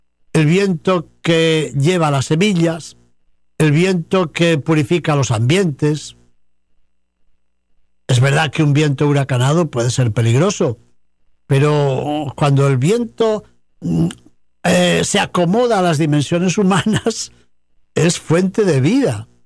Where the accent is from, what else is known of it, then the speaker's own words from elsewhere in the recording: León, Castile and León, Spain; en la parroquia de San Francisco de la Vega, en mi ciudad natal de León